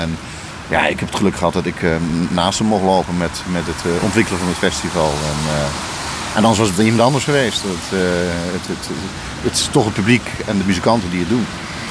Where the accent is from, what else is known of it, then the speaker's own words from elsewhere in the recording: The Hague, South Holland, Netherlands; Ik ben in Den Haag geboren, ja. En ik heb hier op school gezeten, hier vlakbij.